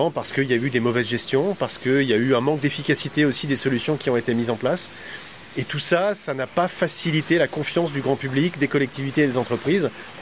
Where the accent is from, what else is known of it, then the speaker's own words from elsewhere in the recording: Cherbourg, Normandy, France; moved away as an adult; now in Menton, France; Oui, j'ai grandi à Cherbourg où j'ai passé les 18 premières années de ma vie et ma famille avait un chantier naval là-bas.